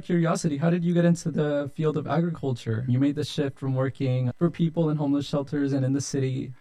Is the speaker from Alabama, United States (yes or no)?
no; Modesto, California, United States; I'm from Modesto